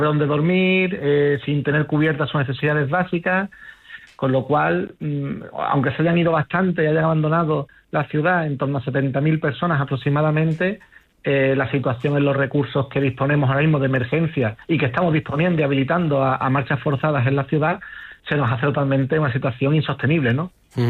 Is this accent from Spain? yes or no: yes; Ceuta, Spain; yo personalmente, como ceutí, como español, pues muy decepcionado con el gobierno.